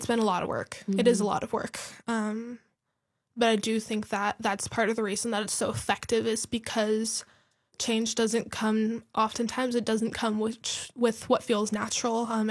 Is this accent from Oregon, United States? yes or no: yes; Bend, Oregon, United States; Yeah, I'm from Bend, Oregon. It's so beautiful. I'm so grateful to have grown up in such a beautiful city.